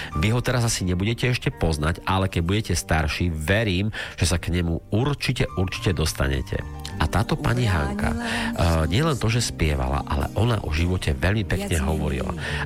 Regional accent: Bardejov, Prešov Region, Slovakia; No a ja keďže som Bardejovčan, tak som stále počúval tú pieseň, lebo jednakže sa mi páčila a jednakže sa tam spomína moje mesto, chápete?

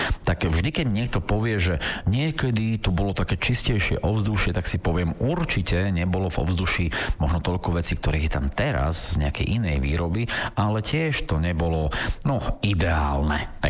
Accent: Bardejov, Prešov Region, Slovakia; Ja napríklad pochádzam z Bardejova, to som hovoril, z takého malého mestečka, kde nie je žiadna továra, nie je tam naozaj čistý vzduch.

